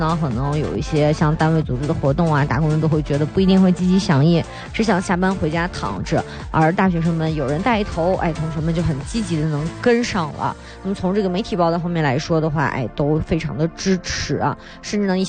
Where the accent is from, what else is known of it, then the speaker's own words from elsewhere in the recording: Yan'an, Shaanxi, China; 咱们延安人